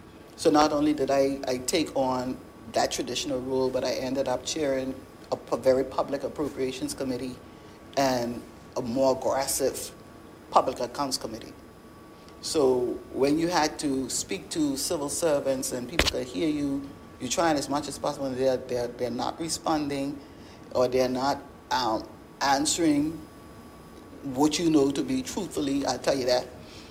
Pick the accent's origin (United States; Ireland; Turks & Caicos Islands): Turks & Caicos Islands; I'm from South Caicos